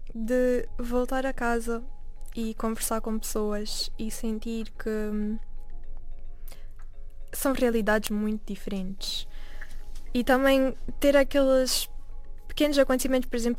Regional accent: Mozambique; now in abroad; Eu sinto muita falta de comida caseira, especialmente sendo moçambicana. Não há muitos restaurantes moçambicanos cá.

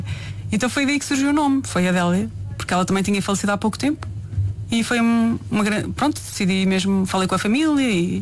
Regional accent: Norte, Portugal; accent: Transmontano; é a forma como cantamos, não é? Com o nosso sotaque transmontano

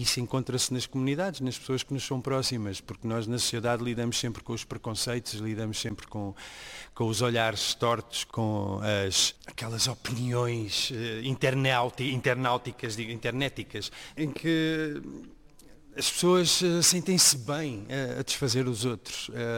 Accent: Lisbon, Portugal; acaso eu sou filho de bairro social, de um bairro que tem um grande pulmão, que é o Vale do Silêncio. Eu sou dos Olivais Sul.

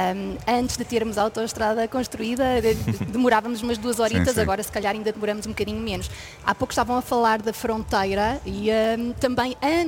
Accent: Viseu, Portugal; Sou de Viseu

